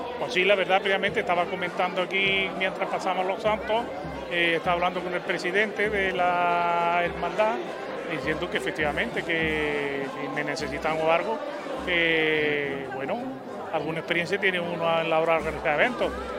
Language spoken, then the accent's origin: Spanish; Arjona, Andalusia, Spain